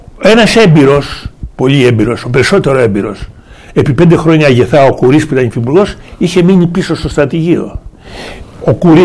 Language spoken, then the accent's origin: Greek; Peloponnese, Greece; born there; στην πατρίδα μου έχουμε μία λίμνη, η Τάκα.